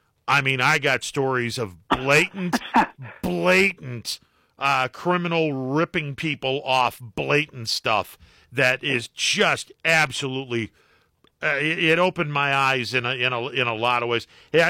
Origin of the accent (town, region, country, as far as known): Leetonia, Ohio, United States; born or raised there